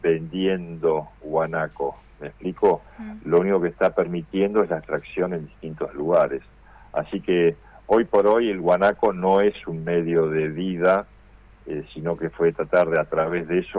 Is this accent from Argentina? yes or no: yes; Argentina